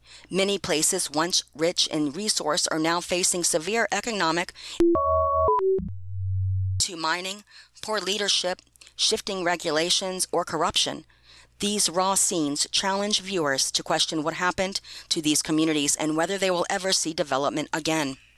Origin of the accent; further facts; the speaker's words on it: Philippines; first language Ilocano; English is a second language; moved away; my younger days in the Philippines with my grandpa Isabello on the farm.